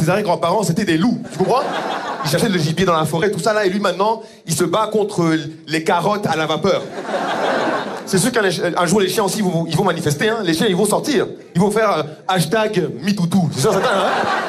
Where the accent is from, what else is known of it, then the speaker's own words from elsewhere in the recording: Rwanda; Je suis rwandais.